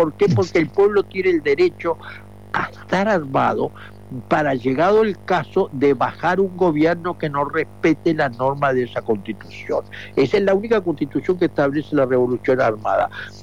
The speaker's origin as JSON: {"language": "Spanish", "region": "Canelones", "country": "Uruguay", "said": "yo soy un canario"}